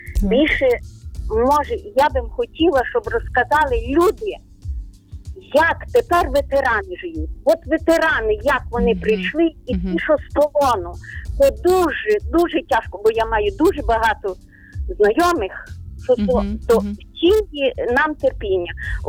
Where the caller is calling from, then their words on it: Ternopil Oblast, Ukraine; Я із України. Тернопільщина